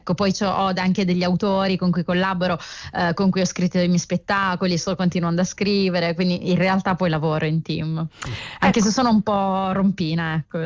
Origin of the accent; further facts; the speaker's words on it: Catania, Sicily, Italy; now in Milan, Italy; Allora, io sono siciliana, okay. Catania.